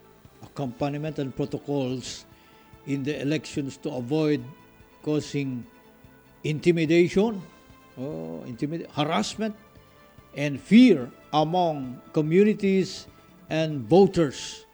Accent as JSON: {"language": "Tagalog", "region": "Mindanao", "country": "Philippines", "said": "Taga Mindanao po ako."}